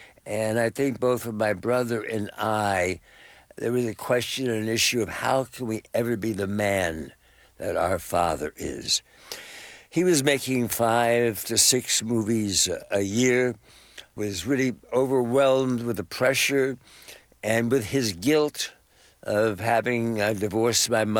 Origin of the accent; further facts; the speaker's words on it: East Coast, United States; because we were growing up on the East Coast with my mother